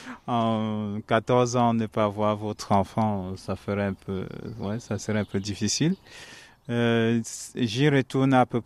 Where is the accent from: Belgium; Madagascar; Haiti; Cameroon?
Cameroon; moved away as an adult; now in France; je suis né au Cameroun, j'ai grandi au Cameroun.